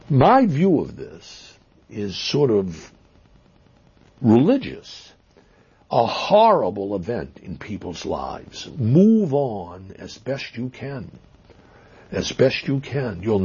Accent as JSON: {"language": "English", "town": "Brockton", "region": "Massachusetts", "country": "United States", "tie": "born or raised there", "accent": "Boston", "moved": "yes", "said": "Some people accuse me of cultivating that accent, but really it's just I grew up in Massachusetts, and that's where it comes from. Brockton, Mass."}